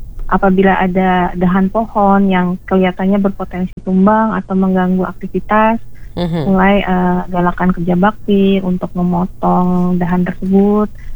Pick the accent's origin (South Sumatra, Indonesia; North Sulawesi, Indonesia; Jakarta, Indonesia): Jakarta, Indonesia; bagaimana bisa kami warga Jakarta itu bukan hanya apa memandang air sebagai fasilitas di dalam kota, tapi mereka juga bisa hidup bersama air.